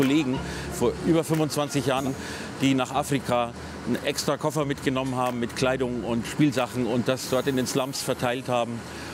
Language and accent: German; Bavaria, Germany; now in Nuremberg, Germany; Ich bin in der Oberpfalz am Land aufgewachsen.